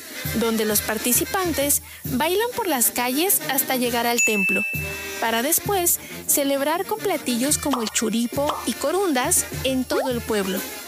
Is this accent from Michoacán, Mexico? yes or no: yes; Michoacán, Mexico; En la cápsula de hoy hablaremos de una tradición michoacana que es un símbolo del sincretismo religioso y cultural en nuestro estado.